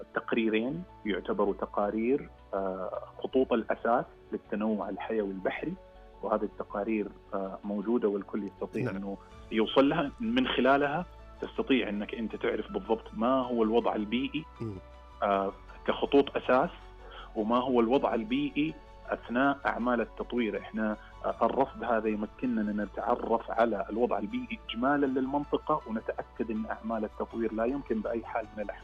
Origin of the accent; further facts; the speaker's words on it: Saudi Arabia; جدا جدا جدا سعيدين أننا نثبت كسعوديين